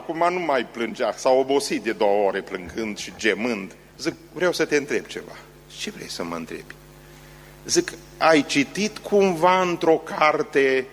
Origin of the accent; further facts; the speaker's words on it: Romania; moved away; Nu, zic, din Europa sunt.